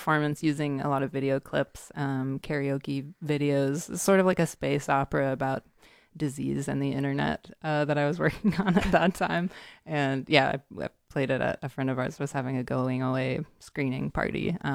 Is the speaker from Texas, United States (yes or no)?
yes; Austin, Texas, United States; I'm from Austin.